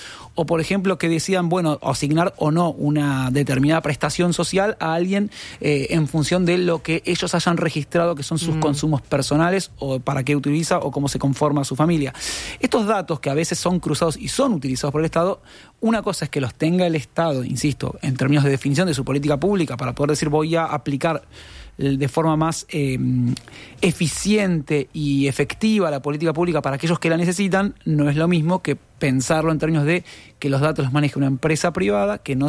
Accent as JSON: {"language": "Spanish", "country": "Argentina", "moved": "yes", "said": "En mi país diríamos berreta, en Argentina."}